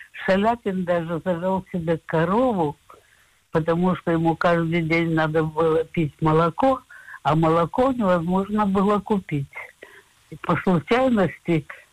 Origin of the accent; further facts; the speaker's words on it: Kharkiv, Kharkiv Oblast, Ukraine; moved away; я родилась в Харькове и прожила там всю свою молодость, не считая эвакуации. Я там училась, я вышла замуж там. Я очень хорошо знала Харьков, особенно центр, где я жила.